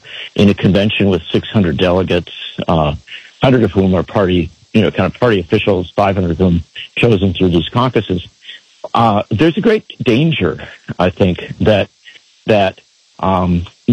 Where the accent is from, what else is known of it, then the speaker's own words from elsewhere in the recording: Wisconsin, United States; did so well in Michigan and Wisconsin, my home state, and so many other places.